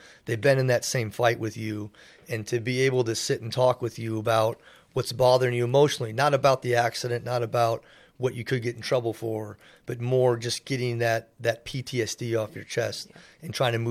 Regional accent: Lake Forest, California, United States; born there; also born or lived in Oak Lawn, Illinois; Originally born in Chicago, Illinois, Oak Lawn. My father was a local 9 journeyman lineman out there and then moved us out here to California for the California's gold. Started working for the Southern California Edison and eventually did a little circuit out here. But we settled in Lake Forest, or at the time was El Toro.

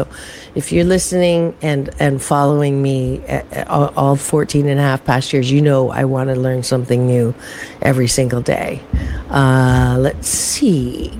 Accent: United States; Just because I'm an American, we're doing the show in California.

